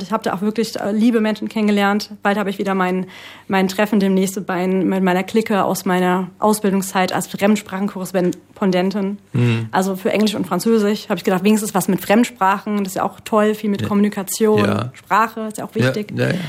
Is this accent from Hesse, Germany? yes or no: yes; Kelkheim, Hesse, Germany; born there; also born or lived in Frankfurt; Ich war damals in Kelkheim auf einer Schule.